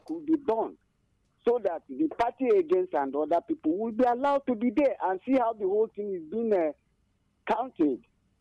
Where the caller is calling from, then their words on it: Abani, Enugu State, Nigeria; I'm calling from Abani, Nkanu West.